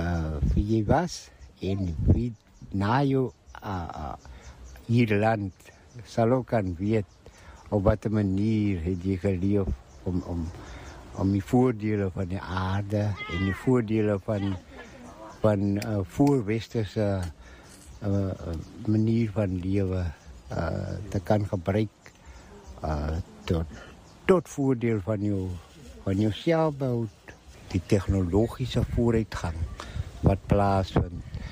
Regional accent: Lambert's Bay, Western Cape, South Africa; Ek is van Lambert's Bay.

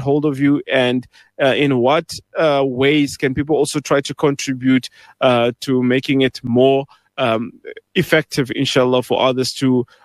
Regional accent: Pretoria, Gauteng, South Africa; now in Johannesburg, South Africa; I mean, originally I'm from Pretoria myself, studied first year in my in terms of the Mu'allim course in Lodium, then came to Johannesburg.

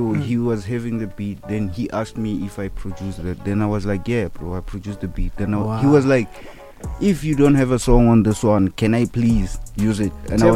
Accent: Groblersdal, Limpopo, South Africa; I'm from Groblersdal, Mogaung.

